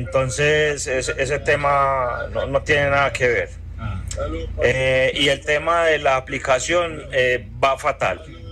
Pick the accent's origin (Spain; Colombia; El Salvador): Colombia; Medellín, Antioquia; accent: Medellín; Usted es colombiano, usted es de Medellín, por mi acento. Por mi acento me reconocen donde sea acá.